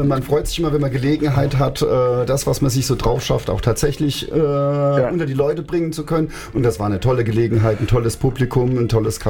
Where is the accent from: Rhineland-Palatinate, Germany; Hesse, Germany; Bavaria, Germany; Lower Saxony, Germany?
Rhineland-Palatinate, Germany; Ludwigshafen; moved away as an adult; also born or lived in Kaiserslautern / Mannheim; now in Bad Dürkheim, Germany; Also ich komme tatsächlich aus Oppau. Im Schatten der BSF bin ich groß geworden. Habe dann in Lautern studiert und habe dann zwischendurch dann in Mannheim in der Neckarstadt auch gewohnt und bin jetzt letztendlich dann in Bad Dürkheim gelandet.